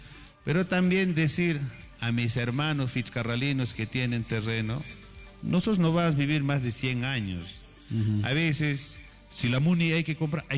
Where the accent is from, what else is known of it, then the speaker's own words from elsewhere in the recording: Yauya, Ancash, Peru; Yo vengo del distrito de Yauya, de Maribamba. Yo tenía Yo vengo de una comunidad de Centro Poblado, Tupac Amaru II.